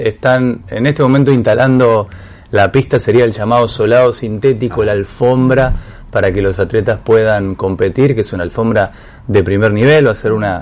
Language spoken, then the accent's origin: Spanish; Santa Fe, Argentina